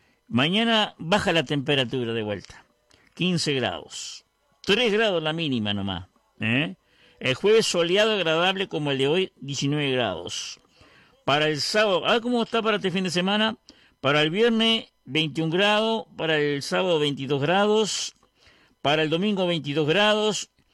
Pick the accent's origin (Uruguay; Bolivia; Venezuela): Uruguay; Vergara, Treinta y Tres; Gracias gente de mi pueblo, gente de Vergara, la región